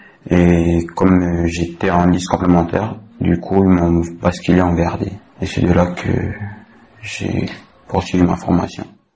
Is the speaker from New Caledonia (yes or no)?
yes; Lifou, Loyalty Islands Province, New Caledonia; j'ai 20 ans, je suis originaire de Lifou.